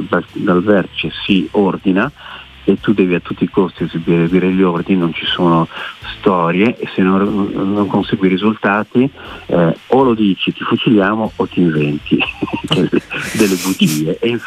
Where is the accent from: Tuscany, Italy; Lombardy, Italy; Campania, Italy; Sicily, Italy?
Lombardy, Italy; Milan; Da milanese mi fa migliare questa parola.